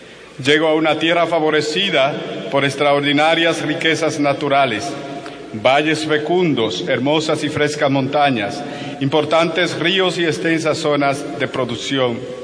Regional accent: San Francisco de Macorís, Duarte, Dominican Republic; born there; also born or lived in Barahona; now in La Vega, Dominican Republic; a todos los que han venido desde Barahona, de donde vengo, y de San Francisco de Macorís, donde nací y di los primeros pasos en la fe.

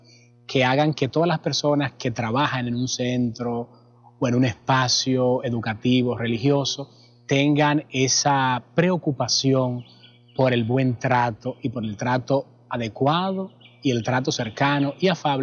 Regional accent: Dominican Republic

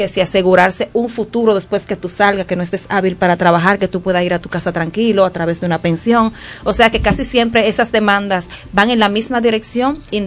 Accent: Dominican Republic; como país, y tan solidarios que somos los dominicanos

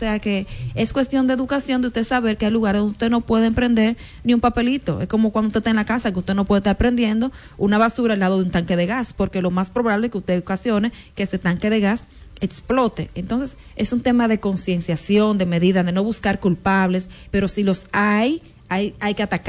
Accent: Dominican Republic; Entonces, eso no es un secreto para nosotros como dominicanos.

